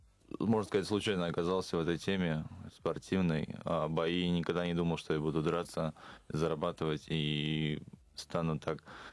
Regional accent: Stepurino, Nizhny Novgorod Oblast, Russia; moved away; я из Нижегородской области, деревни Степурино.

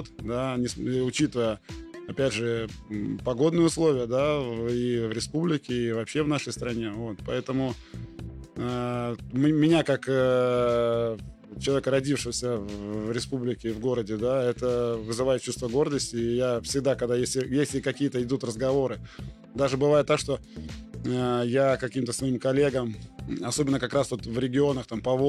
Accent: Chișinău, Moldova; also born or lived in Yoshkar-Ola, Russia; Я родился в Йошкар-Оле, но долго там не жил. Прожил буквально чуть-чуть до того, как уехали с родителями и с сестрой в Кишинев. Потом учился в Йошкар-Оле полтора года.

